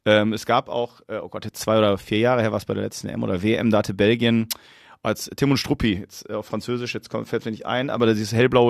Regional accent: North Rhine-Westphalia, Germany; also ich komme aus der Nähe von Duisburg

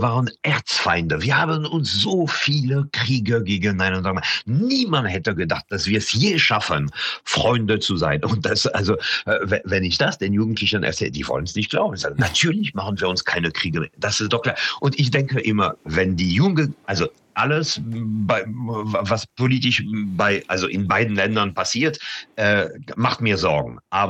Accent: Paris, Île-de-France, France; also ich bin als Kind in Paris geboren und aufgewachsen und ich habe immer diese Kolonnen gesehen davon, von den Stadtchefs und so.

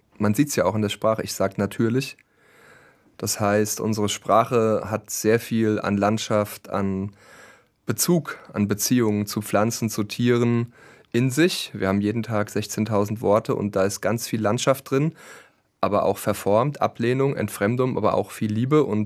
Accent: Mühltal, Hesse, Germany; fahre ich sehr gerne an den Kühlkopf am Altrhein bei uns im Hessischen Ried. Und da bin ich auch sehr oft schon gewesen, auch als kleiner Junge schon zum Angeln

